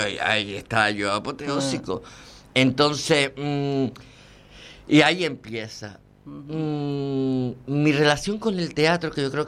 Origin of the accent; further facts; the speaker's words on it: Las Palmas de Gran Canaria, Canary Islands, Spain; Yo soy de Zárate, de un barrio de Las Palmas de Gran Canaria que todo el mundo conoce porque está justo detrás del Hospital Insular.